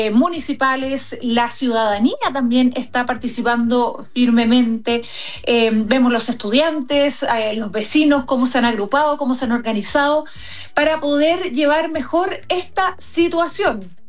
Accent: Osorno, Los Lagos, Chile

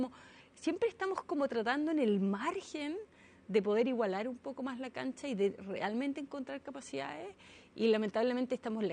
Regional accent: Chile; also born or lived in Silicon Valley, United States; now in Santiago, Chile; de provincia, no, sin ni un gran network.

